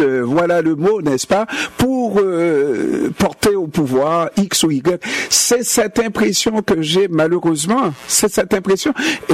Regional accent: Quebec, Canada; ça fait quand même un bon petit bout de temps que je suis québécois

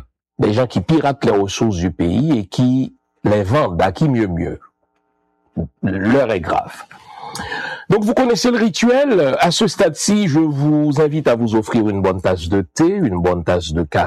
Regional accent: Haiti; C'est cruel, bien sûr que c'est cruel. Je suis humain, je suis haïtien.

